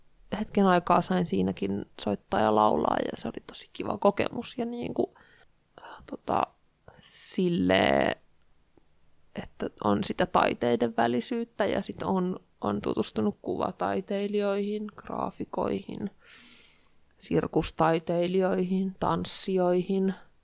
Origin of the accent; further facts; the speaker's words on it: Helsinki, Uusimaa, Finland; moved away as an adult; now in Jyväskylä, Finland; Helsingistä mä oon Vuosaaresta kotoisin, mutta en kaipaa sinne.